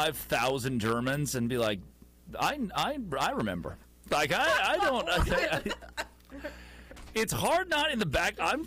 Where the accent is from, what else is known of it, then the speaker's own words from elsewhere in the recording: Bosnia & Herzegovina; now in United States; I am from Bosnia, take me to America.